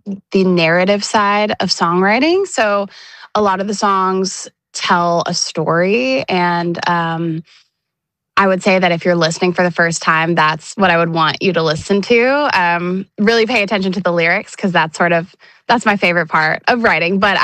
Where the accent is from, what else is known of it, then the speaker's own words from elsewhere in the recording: Carmel, Indiana, United States; moved away as an adult; now in Nashville, United States; I am a singer-songwriter originally from Carmel, Indiana, but now I live in Nashville, Tennessee.